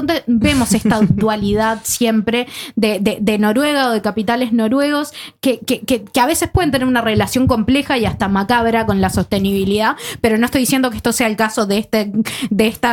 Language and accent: Spanish; Uruguay; Aunque yo como uruguaya